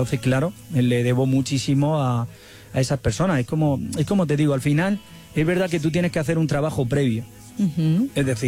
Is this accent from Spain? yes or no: yes; Almería, Andalusia, Spain; now in Mexico; cada vez que cantaba cerca de mi tierra Almería, pues venía a verme, a las ferias, a las fiestas.